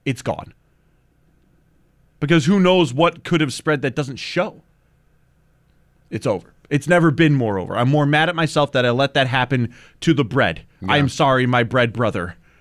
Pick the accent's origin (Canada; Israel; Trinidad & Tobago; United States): United States; Buffalo, New York; Yes, I know. I'm from Buffalo.